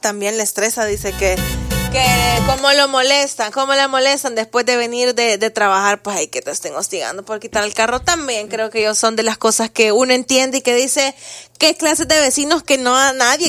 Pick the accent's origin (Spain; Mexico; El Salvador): El Salvador; somos nosotros, los salvadoreños